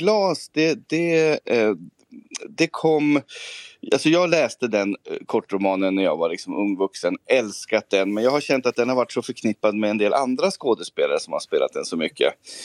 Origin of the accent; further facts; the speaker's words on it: Bollnäs, Gävleborg County, Sweden; moved away; då som ung teaterintresserad och musikintresserad person i Bollnäs